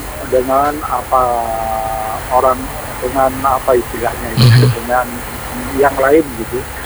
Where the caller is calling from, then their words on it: West Nusa Tenggara, Indonesia; kita orang Sasak